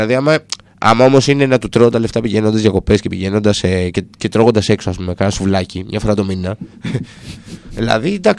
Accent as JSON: {"language": "Greek", "country": "Greece", "said": "Λέω είμαι Έλληνας. Ωραία. Αγαπάω την πατρίδα μου"}